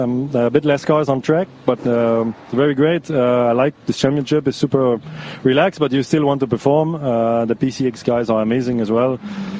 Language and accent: English; Canada; accent: Canadian; they make fun of my Canadian accent as well, so we have good fun.